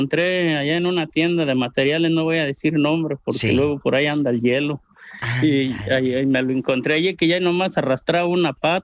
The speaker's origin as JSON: {"language": "Spanish", "town": "Doctor Mora", "region": "Guanajuato", "country": "Mexico", "moved": "yes", "lives_now": "Tucson, United States", "said": "Fíjese que aquí, cuando nosotros llegamos de México aquí..."}